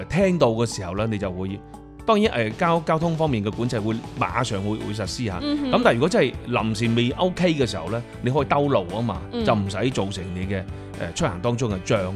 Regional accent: Guangdong, China; 同我哋廣東人嘅或者我哋中國嘅一個傳統咧係有啲偏差

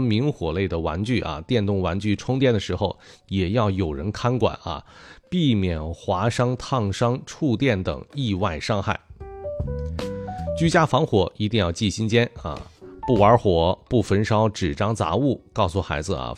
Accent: Northeast China, China; moved away; 你像我的老家就是啊北方东北哈，

